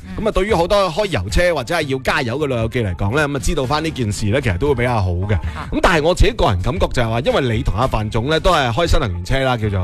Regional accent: Guangdong, China; 对于我哋广东人嚟讲

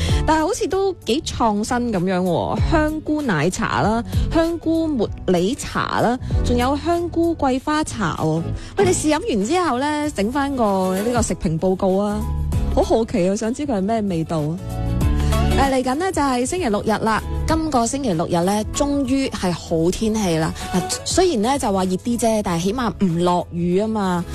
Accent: Shunde, Guangdong, China; 土生土长的顺德人

